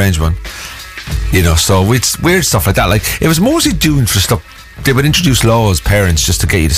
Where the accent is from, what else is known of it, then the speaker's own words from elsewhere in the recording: Cork, Munster, Ireland; also born or lived in Mullingar; I was born in Mullingar and moved to Cork when I can't even remember. I am from Cork.